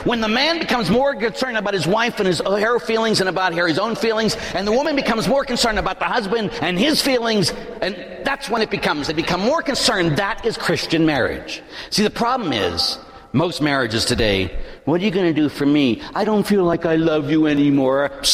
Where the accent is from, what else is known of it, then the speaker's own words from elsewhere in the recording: Pittsburgh, Pennsylvania, United States; growing up in Pittsburgh, both my parents were cops